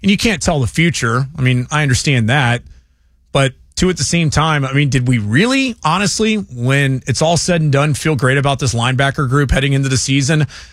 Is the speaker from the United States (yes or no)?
no; Germany; I'm from Germany originally.